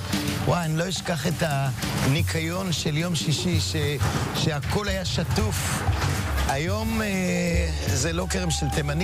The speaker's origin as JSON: {"language": "Hebrew", "town": "Givatayim", "region": "Tel Aviv District", "country": "Israel", "tie": "born or raised there", "said": "אני נולדתי בצפון תל אביב וגדלתי בגבעתיים"}